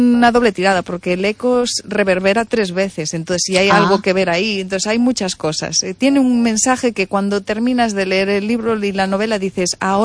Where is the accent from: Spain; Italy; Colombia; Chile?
Spain; Vilalba, Galicia